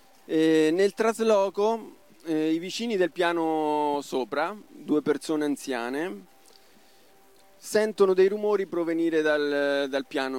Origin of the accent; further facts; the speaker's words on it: Recanati, Marche, Italy; Vengo da Recanati assieme al prode Vanni